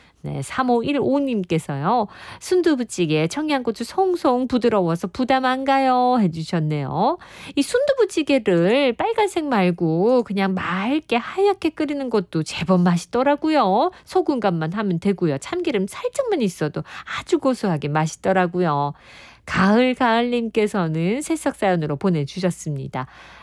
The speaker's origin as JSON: {"language": "Korean", "country": "South Korea", "said": "시래기 된장국은 우리는 정말 한국 사람으로서 이거 못 잃어요."}